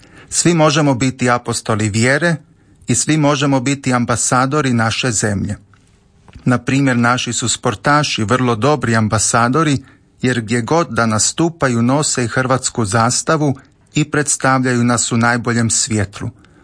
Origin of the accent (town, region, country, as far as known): Croatia